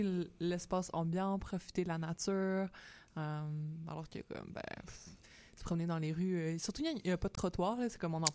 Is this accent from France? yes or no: no; Montreal, Quebec, Canada; C'est comme première chose qui me vient en tant que Montréalaise, c'est les pique-niques au parc.